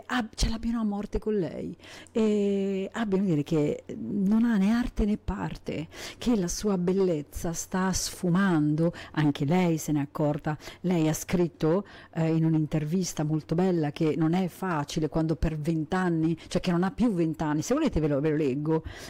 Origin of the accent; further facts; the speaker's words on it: Argentina; Italian is a second language; now in Italy; che sono malinconica, sono argentina, sono una migrante, sono solo triste